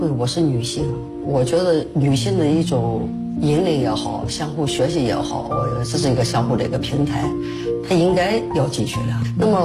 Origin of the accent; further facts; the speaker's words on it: Hunan, China; now in Qingdao, China; 那我是湖南人啊